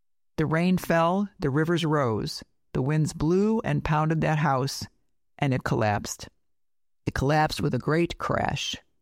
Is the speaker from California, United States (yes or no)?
yes; California, United States; I grew up in California as an atheist. The Bible was not a part of my upbringing, nor was church.